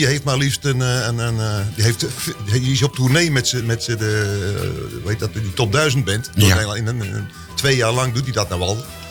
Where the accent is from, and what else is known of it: Volendam, North Holland, Netherlands